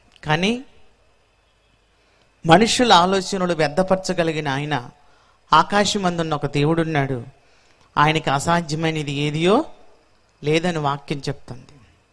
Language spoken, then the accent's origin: Telugu; Tenali, Andhra Pradesh, India; గుంటూరు జిల్లా తెనాలి పట్టణం మా స్వస్థలం. ఈ తెనాలి పట్టణంలో చెంచుపేట ఇందిరానగర్ కాలనీ అనే ప్రాంతంలో మేము నివసించేవాళ్ళం. కులరీత్యా మేము ఎస్టీ